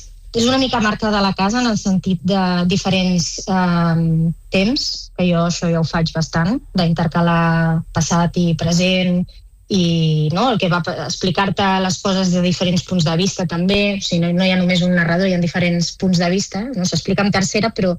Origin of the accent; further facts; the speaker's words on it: El Prat de Llobregat, Catalonia, Spain; jo sóc del Prat.